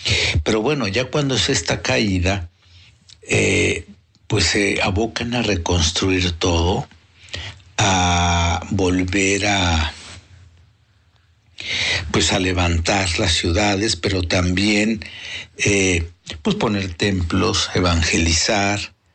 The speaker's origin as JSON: {"language": "Spanish", "country": "Mexico"}